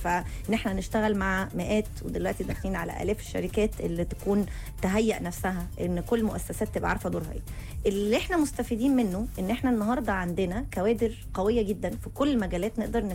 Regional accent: Egypt; احنا كمصريين

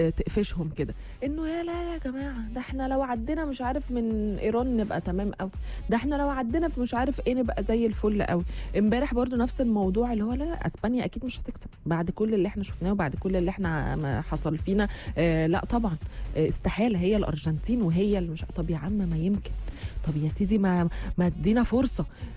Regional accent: Egypt; احنا كمصريين

